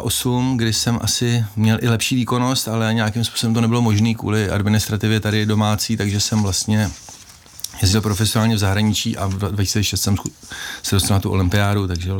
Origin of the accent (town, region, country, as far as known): Hradec Králové, Hradec Králové Region, Czechia; born or raised there; also born or lived in Hořice